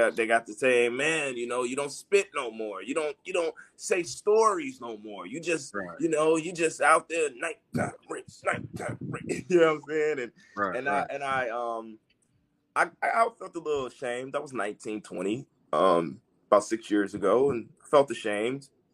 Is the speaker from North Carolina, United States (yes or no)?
no; Chicago, Illinois, United States; I'm from Chicago, man. My mama from Eaglewood.